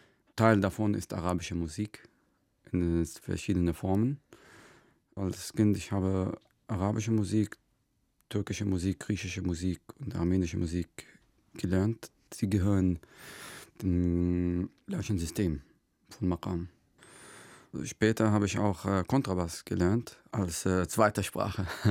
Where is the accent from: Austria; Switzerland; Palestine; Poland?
Palestine; German is a second language; now in Germany; Ich komme aus Palästina ursprünglich